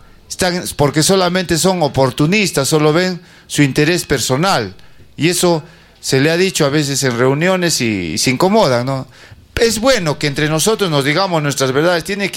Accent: Peru; now in Arequipa, Peru; somos peruanos

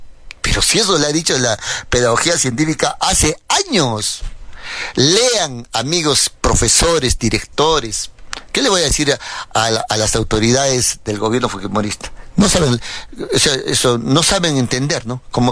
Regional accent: Peru

